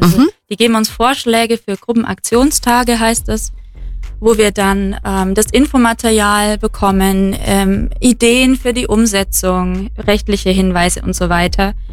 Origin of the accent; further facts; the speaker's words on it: Marktoberdorf, Bavaria, Germany; now in Kempten, Germany; Ich bin aus der Nähe von Marktoberdorf. Mhm. Und wohne jetzt in Kempten.